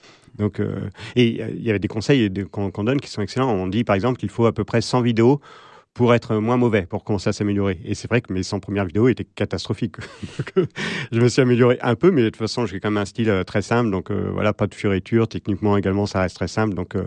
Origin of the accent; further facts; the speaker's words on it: Angers, Pays de la Loire, France; je suis né à Angers, j'ai toujours vécu à Angers.